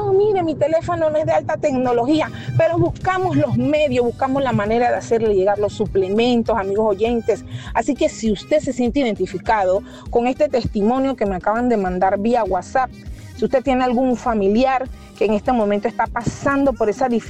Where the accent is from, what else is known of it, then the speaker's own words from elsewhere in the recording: Panama; me siento muy contenta como panameña